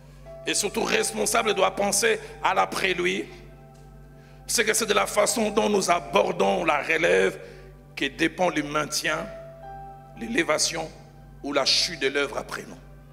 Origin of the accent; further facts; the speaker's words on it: Kinshasa, DR Congo; Chez moi à Kinshasa